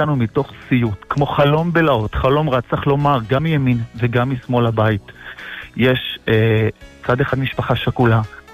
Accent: Jerusalem, Jerusalem District, Israel; אני ירושלמי

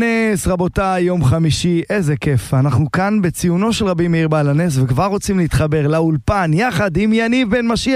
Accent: Jerusalem, Jerusalem District, Israel; אנחנו ירושלמים.

